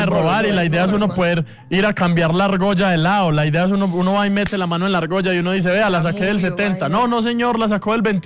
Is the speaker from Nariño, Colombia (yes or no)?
no; Sonsón, Antioquia, Colombia; pero en todos los pueblos, por ejemplo, en mi pueblo, en Sonzón, se juega rana, se juega tejo.